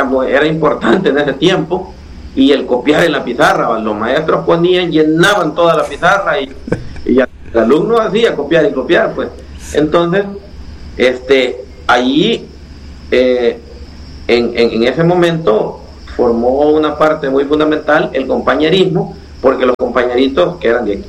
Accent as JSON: {"language": "Spanish", "town": "Jucuapa", "region": "Usulután", "country": "El Salvador", "tie": "born there", "said": "Luego en la Saúl Flores de Jucuapa, luego estudié en el bachillerato un general."}